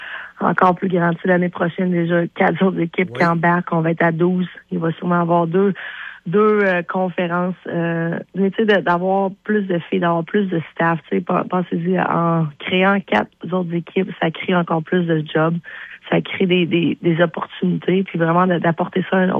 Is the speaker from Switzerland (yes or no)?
no; Quebec, Canada; moved away; C'est sûr que je suis un petit peu loin, mais je veux dire que la Beauce sort jamais de moi